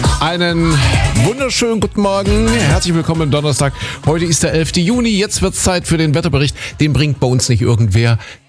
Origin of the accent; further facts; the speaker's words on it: Köthen, Saxony-Anhalt, Germany; born there; Ich komme ja aus Kuhköthen, ja, aus dem schönen Sachsen-Anhalt gebürtig.